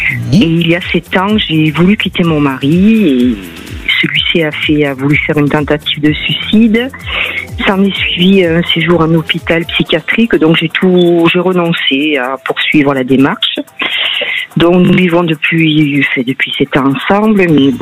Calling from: Occitanie, France; Du Zest, dans le Gard.

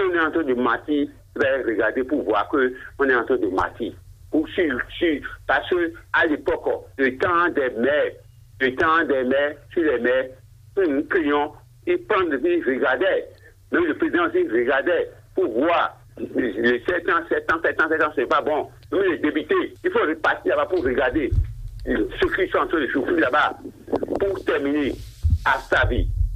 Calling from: Ouidah, Atlantique, Benin; Je vous appelle de Wida, Kati Sobadi.

